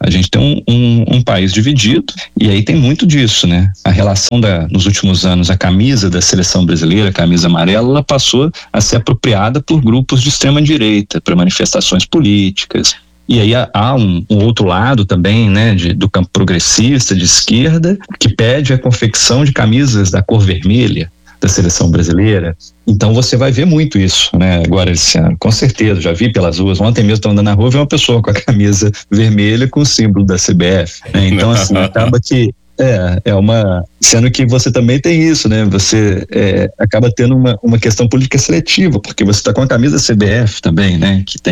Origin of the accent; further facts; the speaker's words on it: Juiz de Fora, Minas Gerais, Brazil; e nós que somos do litoral de Minas, né, de Juiz de Fora, ou interior do Rio